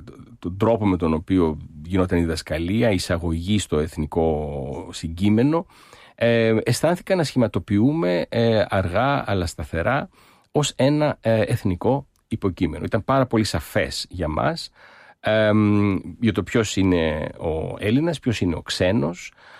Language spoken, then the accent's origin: Greek; Alexandria, Alexandria Governorate, Egypt; το γεγονός ότι γεννήθηκα και μεγάλωσα στην Αλεξάνδρεια στην Αίγυπτο στο πλαίσιο της ελληνικής παροικίας, στα παροικιακά σχολεία